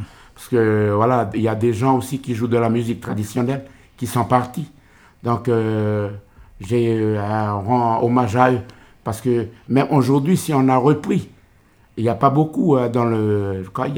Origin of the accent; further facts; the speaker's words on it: New Caledonia; Ici à Nouméa, mais on est originaire de la tribu de l'Arête.